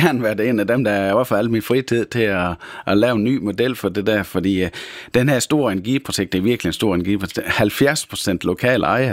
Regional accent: Thy, North Denmark Region, Denmark; Det kan jeg ikke sige nej til som Thybo.

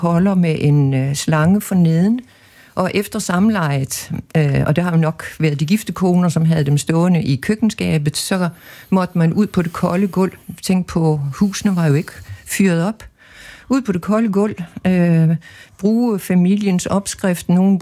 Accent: Capital Region of Denmark, Denmark; Jeg er vokset op på Bornholm, hvor der var et parallelt missionsk miljø, men jeg tilhørte et mere fritænkende.

